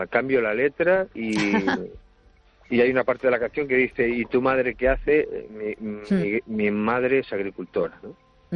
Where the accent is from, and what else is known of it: Cangas, Spain